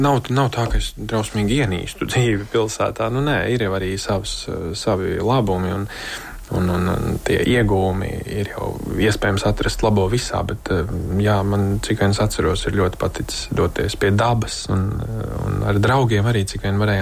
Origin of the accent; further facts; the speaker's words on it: Riga, Latvia; Es esmu dzimis un audzis Rīgā